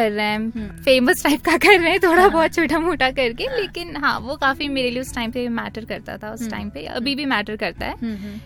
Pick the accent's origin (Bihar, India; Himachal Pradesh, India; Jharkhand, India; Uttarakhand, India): Uttarakhand, India; Doiwala; छोटे से शहर से है, छोटी सी जगह से है, डोईवाला।